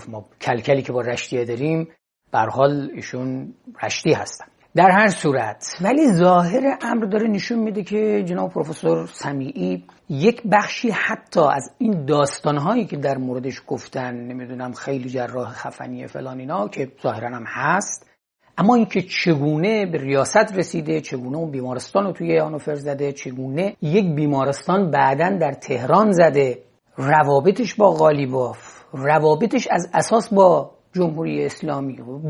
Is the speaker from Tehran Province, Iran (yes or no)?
no; Gilan, Iran; واقعا من به عنوان یک گیلانی چشم باز کردم